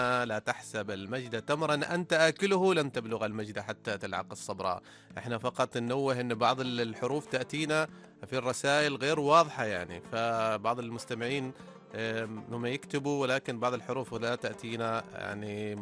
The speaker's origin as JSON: {"language": "Arabic", "country": "Oman", "said": "عندنا في سلطنة عمان"}